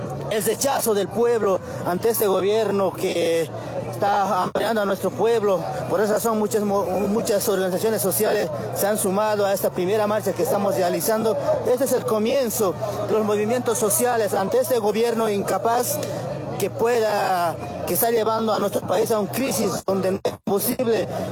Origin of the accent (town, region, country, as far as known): Bolivia; now in Cochabamba, Bolivia